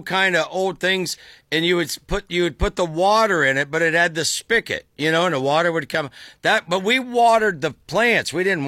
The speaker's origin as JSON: {"language": "English", "area": "Tuscarawas County", "region": "Ohio", "country": "United States"}